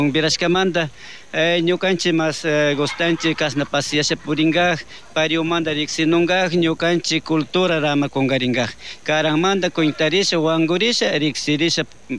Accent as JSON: {"language": "Spanish", "town": "Jatungurco", "region": "Napo", "country": "Ecuador", "said": "vengo de la comunidad de Jatungurco, perteneciente a la parroquia Chonta Punta."}